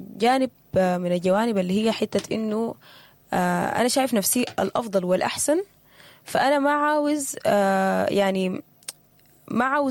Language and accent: Arabic; Sudan; بلدنا السودان